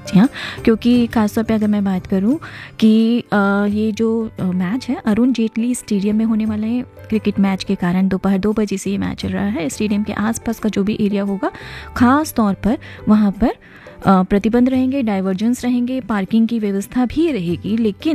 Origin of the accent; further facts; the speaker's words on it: Delhi, India; तो दोनों केसेस में हम दिल्ली वाले हैं